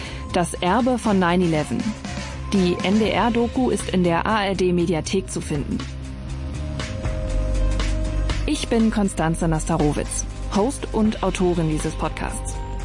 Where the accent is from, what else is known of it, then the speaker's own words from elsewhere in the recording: Berlin, Germany; Terror. In meiner Heimatstadt Berlin.